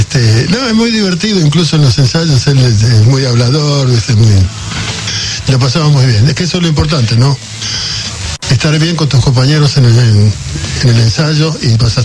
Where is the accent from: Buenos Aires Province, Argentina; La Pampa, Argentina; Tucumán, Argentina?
Buenos Aires Province, Argentina; Quilmes; fuimos una banda importante que salió de Quilmes